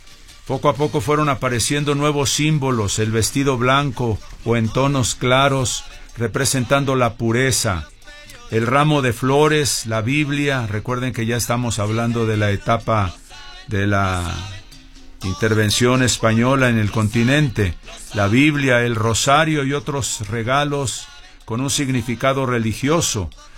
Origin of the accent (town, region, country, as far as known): Mexico